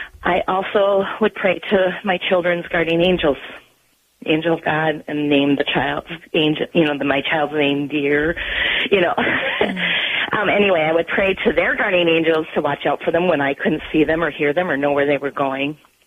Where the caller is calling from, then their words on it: Wisconsin, United States; Oh, we're right on the lake between Green Bay and Sheboygan, kind of.